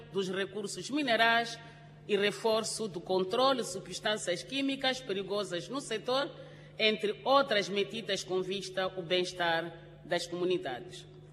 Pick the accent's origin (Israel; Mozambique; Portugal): Mozambique